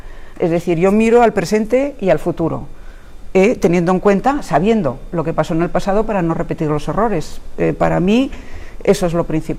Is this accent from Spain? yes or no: yes; Spain; O sea, en el momento que eres española ya hay una especie de rechazo, ¿no?